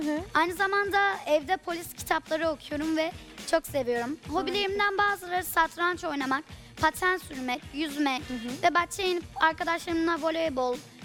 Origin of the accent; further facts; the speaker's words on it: Istanbul, Turkey; 11 yaşındayım. İstanbul'da yaşıyorum. İstanbulluyum.